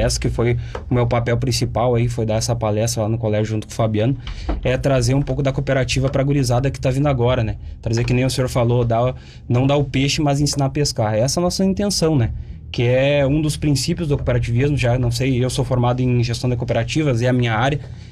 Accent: Dona Francisca, Rio Grande do Sul, Brazil; moved away as an adult; now in Restinga Seca, Brazil; eu sou natural de Dona Francisca, né, fui importado aqui para Restinga Seca, tô morando aqui já faz 8 anos aí trabalhando com a cooperativa

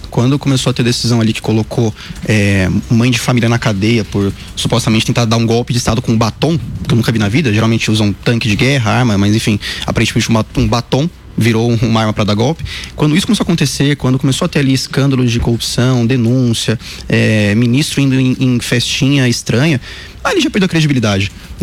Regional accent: São Paulo, Brazil; Eu sou de São Paulo mesmo, nasci em São Paulo. Cresci toda a vida aqui no centro, na Santa Cecília.

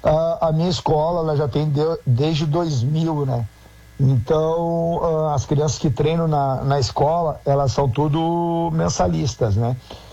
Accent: Canoas, Rio Grande do Sul, Brazil; Eu fui criado lá na Guajuviras, eu não tinha oportunidade de nada.

